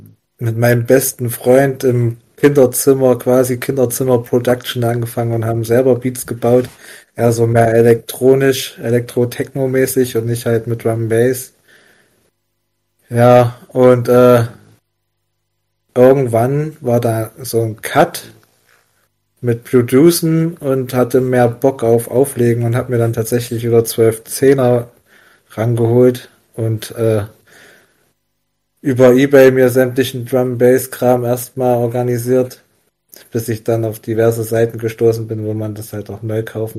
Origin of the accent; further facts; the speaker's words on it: Weimar, Thuringia, Germany; born there; Durch Connections bin ich dann in meine Geburtsstadt Weimar gelandet